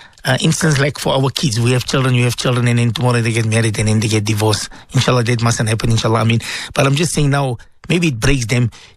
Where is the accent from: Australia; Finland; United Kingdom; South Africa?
South Africa; Johannesburg, Gauteng; I'm from Johannesburg North.